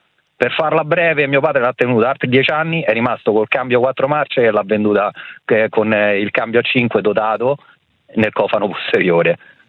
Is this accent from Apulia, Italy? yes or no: yes; Taranto, Apulia, Italy; io sono di Taranto, originario, no?